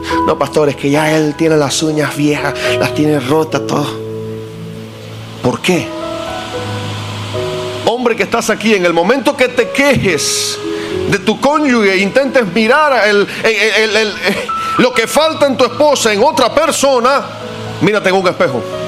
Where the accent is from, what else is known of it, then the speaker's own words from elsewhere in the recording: Cuba; moved away; En mi país somos muy cariñosos. El cubano le dice mi amor, mi vida a todo el mundo.